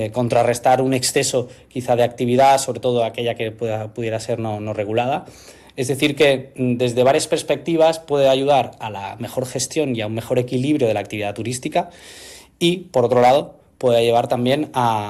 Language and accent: Spanish; Menorca, Balearic Islands, Spain; te hablo como menorquín, o sea que lo he vivido toda la vida